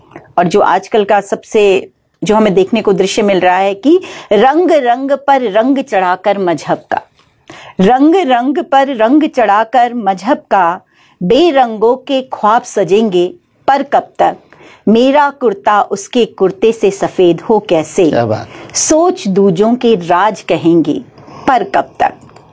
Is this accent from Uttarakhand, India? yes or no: yes; Uttarakhand, India; तो हम अपने उसमें देखें तो हमारे लिए गढ़वाली, कुमाऊनी, जौनसारी, ये भाषाएं जो हैं, ये भाषाएं हमारी मातृभाषा हम इनको कह सकते हैं।